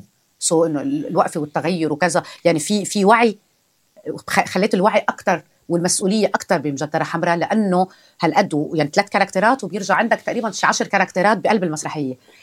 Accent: Kfarsir, Nabatieh Governorate, Lebanon; accent: southern; انا من الجنوب، انا من ضيعه اسمها كفرصير، قدمت شهداء، في كتير ناس فيها مثقفين، فيها تنوع كتير حلو. انا بفتخر انه انا من هذه المنطقه.

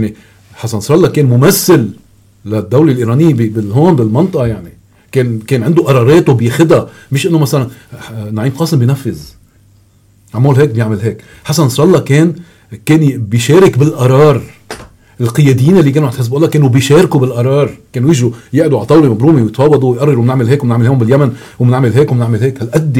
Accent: Lebanon; شو أنا لبناني يعني

